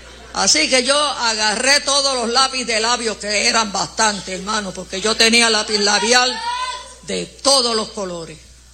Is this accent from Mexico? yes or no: no; Puerto Rico; en Puerto Rico, déjeme decirle nuestras costumbres.